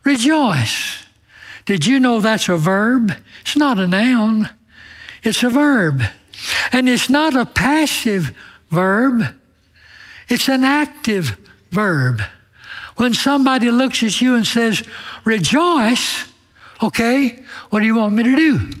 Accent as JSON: {"language": "English", "region": "Alabama", "country": "United States", "said": "I'm from Alabama, and that's an Alabama phrase for spill."}